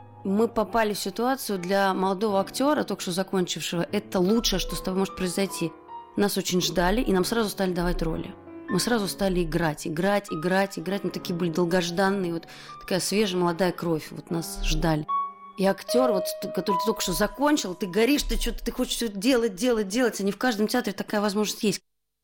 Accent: Latvia; Russian is a second language; Потому что я латышка, иностранная гражданка.

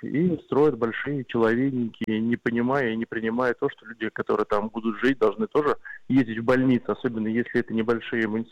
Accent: Podolsk, Moscow Oblast, Russia; В моем родном городе Подольске, например, центральные улицы уже платные парковки.

